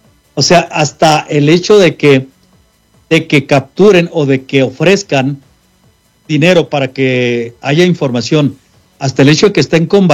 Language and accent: Spanish; Mexico; now in United States; los que somos mexicanos